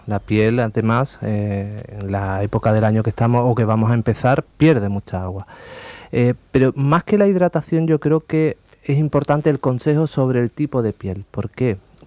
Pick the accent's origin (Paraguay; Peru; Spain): Spain; Andalusia; Pues al final somos andaluces, estamos la comunidad que más horas de sol tenemos en España.